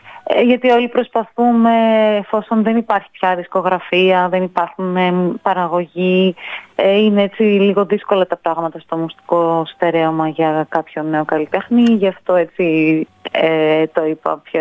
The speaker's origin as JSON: {"language": "Greek", "town": "Thessaloniki", "region": "Central Macedonia", "country": "Greece", "moved": "yes", "lives_now": "Athens, Greece", "said": "στην πόλη μου τη Θεσσαλονίκη"}